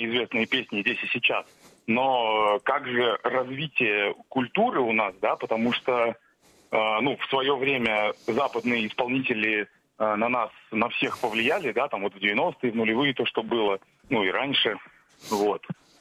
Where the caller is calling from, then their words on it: Kaliningrad, Kaliningrad Oblast, Russia; я из Калининграда сам